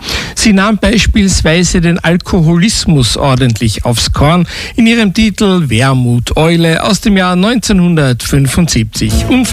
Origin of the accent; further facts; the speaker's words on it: Carinthia, Austria; mir als Kärntner